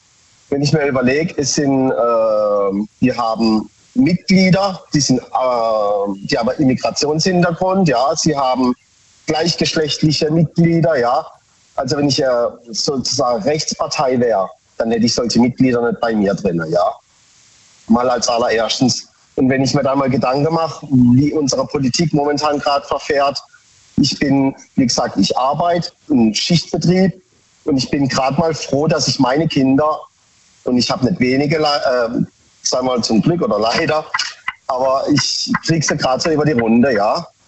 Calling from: Baden-Baden, Baden-Württemberg, Germany; Von Baden-Baden.

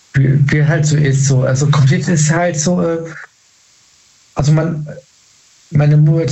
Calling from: Solingen, North Rhine-Westphalia, Germany; Ich komme aus Solingen. Grüß dich.

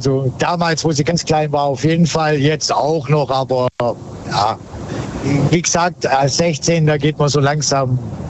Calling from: Baden-Württemberg, Germany; Ich komme aus dem Kreis Tübingen.

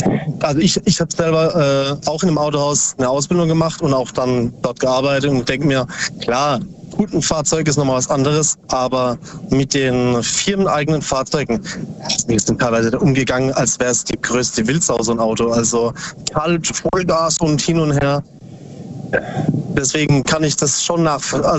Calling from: Ubstadt-Weiher, Baden-Württemberg, Germany; Aus Ubstadt Weiher, nee, Bruchsal.

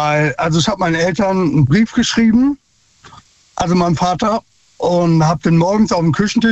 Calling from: Sinzig, Rhineland-Palatinate, Germany; Aus Sinzig.

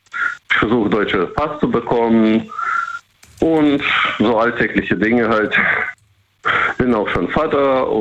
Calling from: Bruchmühlbach, Rhineland-Palatinate, Germany; Ich rufe aus Rheinland-Pfalz an.

